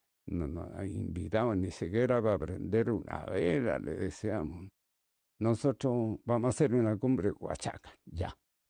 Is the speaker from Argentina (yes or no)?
no; Chile; now in Santiago, Chile; nosotros somos urbanos, que somos de Santiago, aunque venimos, yo por lo menos vengo de provincia o de región ahora.